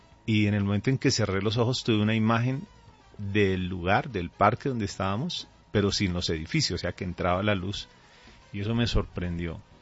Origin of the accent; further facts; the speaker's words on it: Colombia; also born or lived in Caracas, Venezuela; De hecho, soy nacido en Caracas, criado aquí en Colombia desde los 2 años.